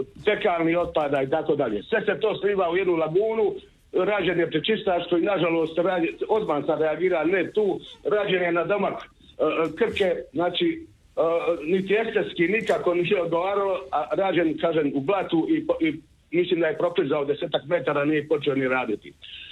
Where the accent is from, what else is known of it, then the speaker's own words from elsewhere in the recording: Knin, Šibenik-Knin County, Croatia; Pa ja ću spomenuti, ja dolazim iz Knina, inače i sa Imoćanim.